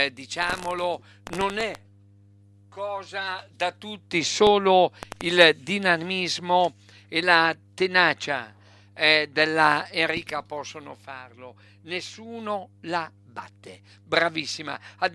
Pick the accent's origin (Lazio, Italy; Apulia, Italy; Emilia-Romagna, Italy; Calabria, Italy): Emilia-Romagna, Italy; born there; non sono nato lì, sono nato in maternità a Salso, ma ho vissuto dal 58 in poi in quel luogo.